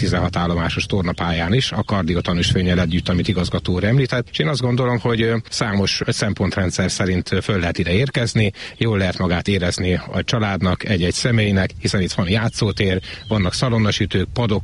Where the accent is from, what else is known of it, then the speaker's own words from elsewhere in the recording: Hungary; itt nőttem föl, nem is messze lakunk innen a kilátótól, a nagymezőtől. Ha lehet azt mondani, felgyenesi vagyok, született felgyenesi, és hát nagyon szeretjük az erdőnket.